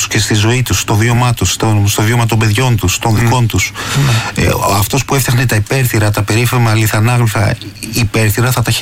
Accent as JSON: {"language": "Greek", "town": "Tinos", "region": "South Aegean", "country": "Greece", "tie": "born or raised there", "also_born_or_lived": "Athens", "said": "Γεννήθηκα στην Αθήνα. Τα περισσότερα παιδικά μου χρόνια ήμουνα στην Τίνο, από όπου είναι και η καταγωγή μου."}